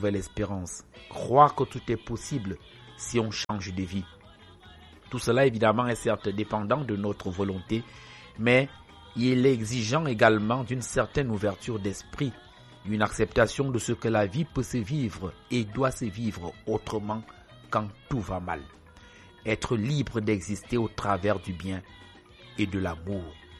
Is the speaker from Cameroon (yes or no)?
yes; Cameroon; Chez nous, au Cameroun